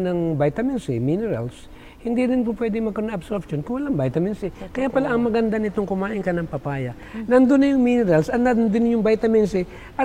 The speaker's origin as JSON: {"language": "Tagalog", "region": "Central Luzon", "country": "Philippines", "said": "yung puto sa amin sa Bulacan ang pinakamabigat, yung kalamay."}